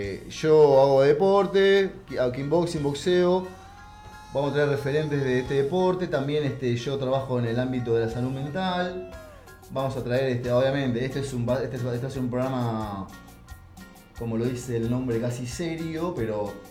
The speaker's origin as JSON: {"language": "Spanish", "town": "La Plata", "region": "Buenos Aires Province", "country": "Argentina", "said": "somos dos platenses que andamos por muchos lados"}